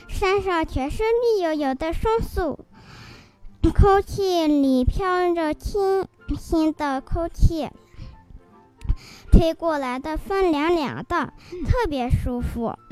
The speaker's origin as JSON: {"language": "Chinese", "region": "Xinjiang", "country": "China", "tie": "born or raised there", "said": "我的家乡新疆"}